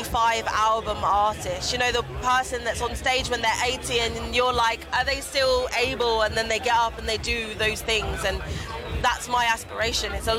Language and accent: English; Jamaica; I'm from Jamaica.